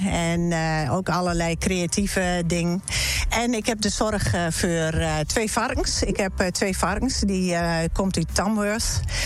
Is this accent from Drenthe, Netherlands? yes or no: yes; Dwingeloo, Drenthe, Netherlands; born there; now in Landgoed Reebruggen, Drenthe, Netherlands; Ik ben geboren in Dwingel.